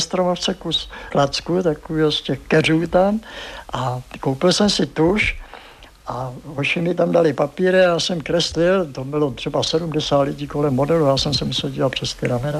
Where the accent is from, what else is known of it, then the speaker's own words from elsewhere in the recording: South Bohemian Region, Czechia; no, dělal jsem tady zkoušky a teď vidím, že nejsem přijatý, jsem z Jižní Čech.